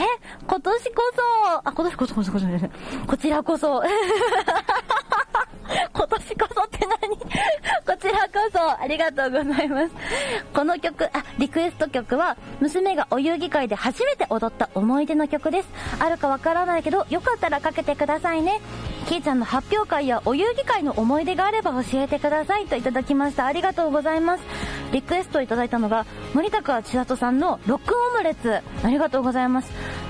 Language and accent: Japanese; Taketoyo, Aichi, Japan; moved away; 私は今日そう竹豊に帰ります。竹豊っていうのが私の地元である愛知県知多半島にある竹豊町というところなんですけど